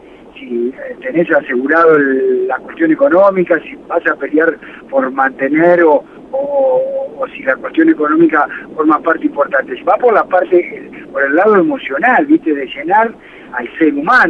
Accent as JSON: {"language": "Spanish", "town": "Lima", "region": "Buenos Aires Province", "country": "Argentina", "tie": "born or raised there"}